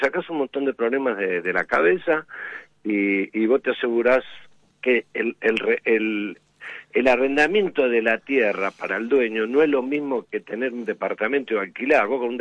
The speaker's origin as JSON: {"language": "Spanish", "town": "Vicente López", "region": "Buenos Aires Province", "country": "Argentina", "said": "No, nada que ver. Yo nací en Vicente López y después me crié"}